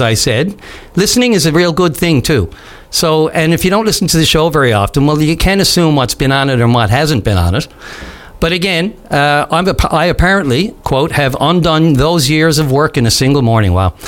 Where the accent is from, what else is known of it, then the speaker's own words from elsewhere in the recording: Newfoundland and Labrador, Canada; I was offended as a Newfoundlander because I was there.